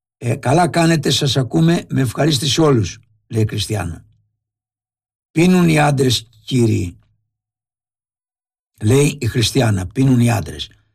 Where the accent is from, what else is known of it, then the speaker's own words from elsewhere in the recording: Turkey; Κάθε μέρα είμαι σε αυτή την εκπομπή παρόλο που είμαι Τούρκος